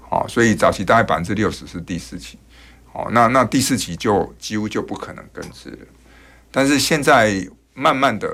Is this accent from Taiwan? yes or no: yes; Taiwan